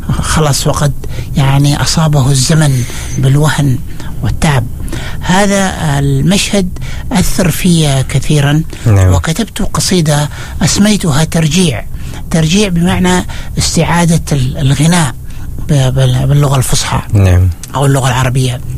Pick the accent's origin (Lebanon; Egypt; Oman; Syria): Oman; وكنت أنا من عمان مشارك في هذه القصيدة.